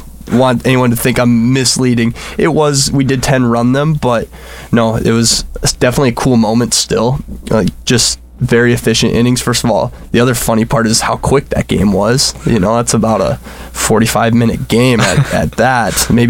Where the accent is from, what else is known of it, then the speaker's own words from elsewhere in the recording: Foley, Minnesota, United States; growing up in Foley